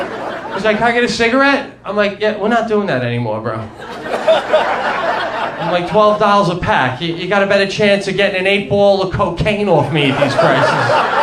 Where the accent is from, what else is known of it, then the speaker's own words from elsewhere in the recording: New York, United States; accent: New York; I got a New York one, though, so bear with me. I try not to swear too much, but I'm Italian from New York.